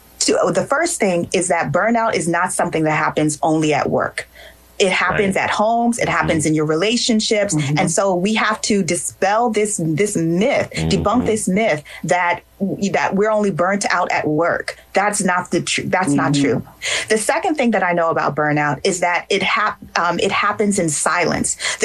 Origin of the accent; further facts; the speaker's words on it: Nigeria; And I'm also a Nigerian. So I have to shout out, because yesterday was Nigerian Independence Day.